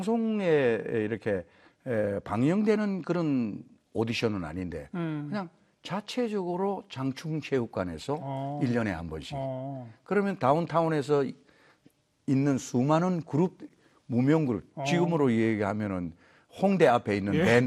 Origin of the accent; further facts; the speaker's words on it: South Korea; 제가 고향이 남쪽이라서 어릴 때부터 트로트를 많이 듣고 자랐습니다.